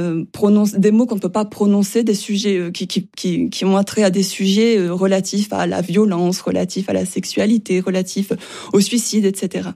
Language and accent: French; Hauts-de-France, France; je ne suis pas à l'Université de Rennes, mais de l'Université d'Artois, et j'y tiens, je viens du Nord-Pas-de-Calais.